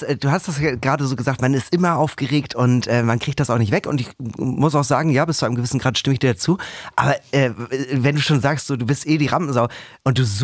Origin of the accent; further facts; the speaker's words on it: Northern Germany, Germany; als Norddeutscher ist mir ja Karneval allgemein sehr, sehr fremd.